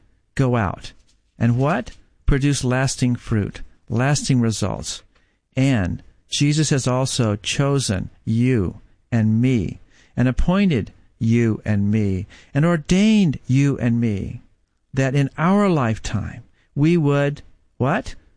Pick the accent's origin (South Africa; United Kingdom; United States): United States; I'm an American.